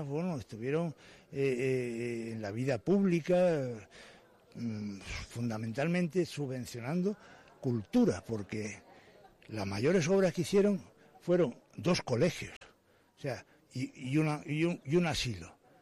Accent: Málaga, Andalusia, Spain; born there; Yo nací en Málaga, entonces nosotros veníamos a veranear aquí, a la casa de los abuelos.

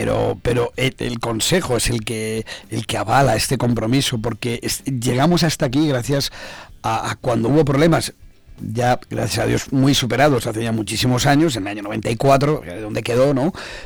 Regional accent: Zamora, Castile and León, Spain; queremos que Zamora prospere porque somos de aquí al final.

